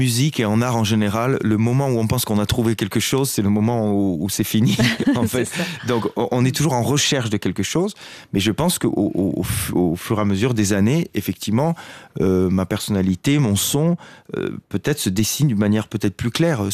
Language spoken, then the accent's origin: French; Occitanie, France; Donc moi, je suis des Hautes-Pyrénées. Donc c'est un endroit où, voilà, c'est l'endroit où je suis né et où j'habite encore aujourd'hui d'ailleurs.